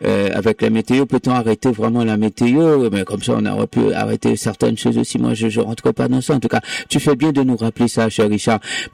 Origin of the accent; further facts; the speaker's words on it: Jacmel, Sud-Est, Haiti; Je les ai pas vus chez nous, à Jacques Mel, à Congo Plage, j'étais pas là.